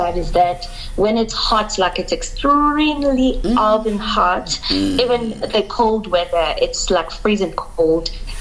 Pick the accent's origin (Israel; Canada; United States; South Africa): South Africa; Springs, Gauteng; now in Beijing, China; I'm originally from South Africa, from the East Rand side of Gauteng, in Springs, to be exact. I'm a child of God who lives and has been working in Beijing, China.